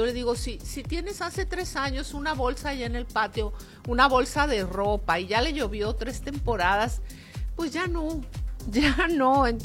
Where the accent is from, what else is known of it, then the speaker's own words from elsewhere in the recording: Sinaloa, Mexico; nosotros como sinaloenses, como mexicanos